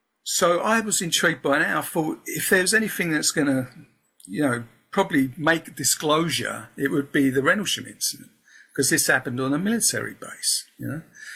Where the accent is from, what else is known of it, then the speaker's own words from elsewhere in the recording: Peckham, London, United Kingdom; also born or lived in North Devon; But so I was brought up in Southeast London, Peckham.